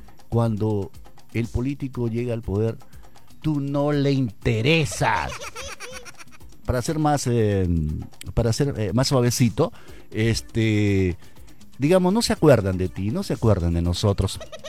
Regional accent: Peru; Ya es hora de ponernos las pilas como peruanos

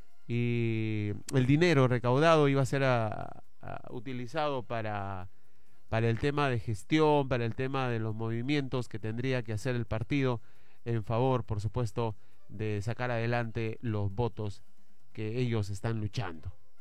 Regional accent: Peru

